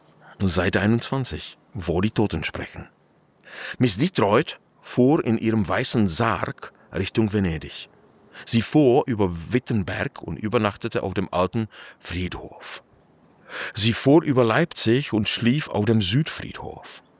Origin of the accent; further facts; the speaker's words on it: Bohemia, Czechia; Ich komme ja auch aus Böhmen und Prag ist voll von solchen Geschichten